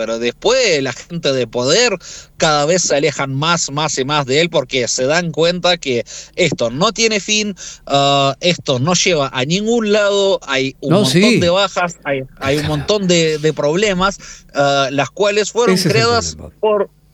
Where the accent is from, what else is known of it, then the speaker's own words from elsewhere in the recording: Kharkiv, Kharkiv Oblast, Ukraine; moved away; en mi ciudad natal, Kharkiv